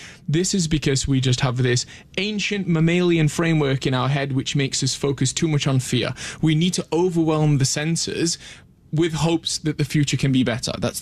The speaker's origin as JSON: {"language": "English", "town": "Sheffield", "region": "Yorkshire and the Humber", "country": "United Kingdom", "said": "I'm from Sheffield, I'm a yes. northerner."}